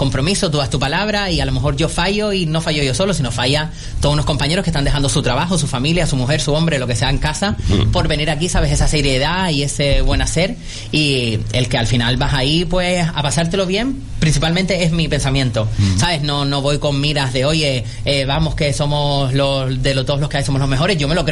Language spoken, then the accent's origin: Spanish; Fuerteventura, Canary Islands, Spain; moved away; Yo me crié en Fuerteventura